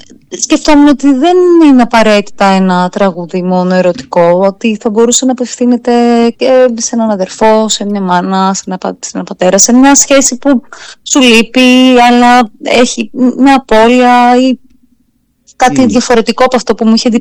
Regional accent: Thessaloniki, Central Macedonia, Greece; moved away as an adult; now in Athens, Greece; Γεννήθηκε και μεγάλωσα στη Θεσσαλονίκη, λοιπόν. Ήρθα στην Αθήνα να σπουδάσω θεατρολογία, θεατρικών σπουδών.

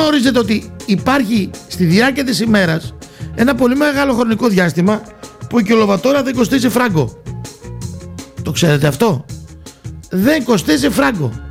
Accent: Thessaloniki, Central Macedonia, Greece; είμαι από Θεσσαλονίκη και είναι μεγάλη μου τιμή

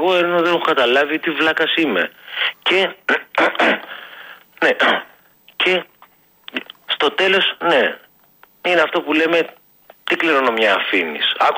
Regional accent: Greece; born there; moved away; γεννηθήκαμε σε μια χώρα που, εντάξει, κάτι έχει κάνει

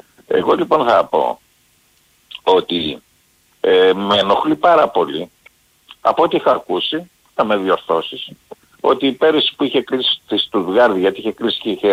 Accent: Keratsini, Attica, Greece; από το Κερατσίνο.

